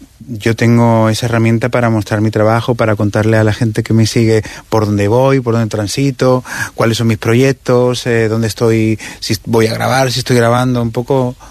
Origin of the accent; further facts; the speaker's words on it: Catalonia, Spain; O sea, yo soy un ser que he crecido, como te digo, en un barrio andaluz, siendo catalán, con mis padres, cada uno de una parte de un punto distinto de España.